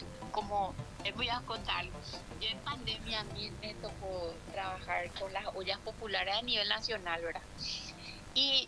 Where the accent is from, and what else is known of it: Paraguay